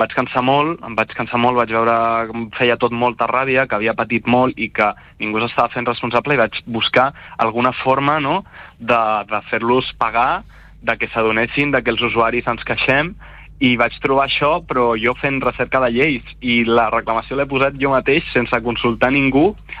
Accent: Pineda de Mar, Catalonia, Spain; moved away as an adult; now in Cerdanyola del Vallès, Spain; Jo sóc de Pineda i m'han fet anar-me a viure a Cerdanyola

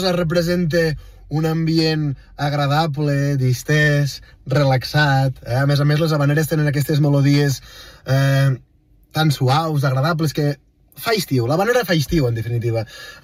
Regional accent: Pons, Catalonia, Spain; a mi, que sóc de terra endins

